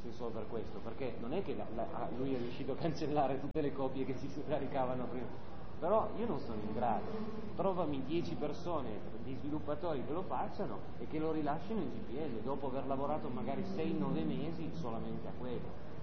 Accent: Turin, Piedmont, Italy; se siete di Torino io sono di Torino

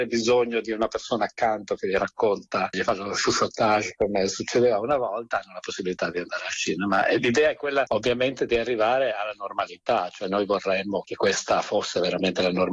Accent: Udine, Friuli-Venezia Giulia, Italy; Udine è la mia città d'origine, è anche quella che insomma ha creduto nel progetto fin dall'origine.

